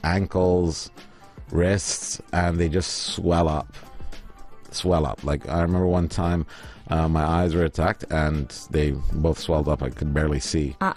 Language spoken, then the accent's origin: English; Dhofar, Oman; the Fahd, my homeland, my hometown.